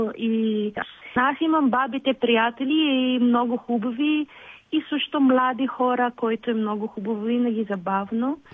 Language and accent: Bulgarian; Philippines; Bulgarian is a second language; moved away as an adult; now in Pernik, Bulgaria; аз не ходих 7 години в Филипините